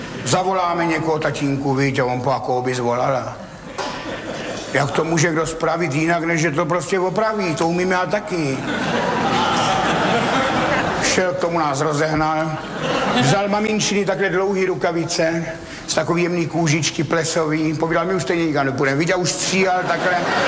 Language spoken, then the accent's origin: Czech; Ivančice, South Moravian Region, Czechia; já jsem z Ivančic a to přišlo až tady odtud z Prahy